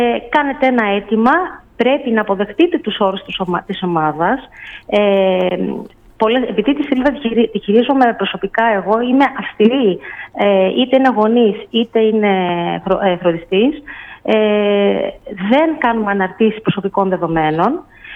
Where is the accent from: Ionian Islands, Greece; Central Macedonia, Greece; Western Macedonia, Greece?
Central Macedonia, Greece; Thessaloniki; Ξεκίνησα με τη Θεσσαλονίκη γιατί είναι η πόλη μου.